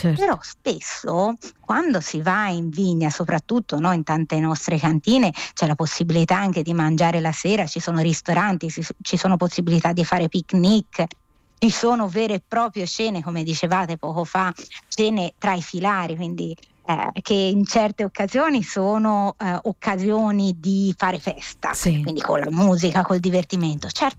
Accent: Tuscany, Italy; accent: Tuscan; Che io sono toscana, lo sentite

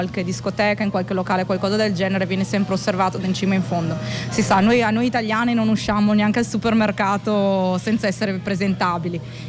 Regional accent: Vicenza, Veneto, Italy; also born or lived in Maryland; Poi io sono vicentina, nata vicino a Venezia, nata sempre a Sottomarina, Jesolo, il mare, la mia vita.

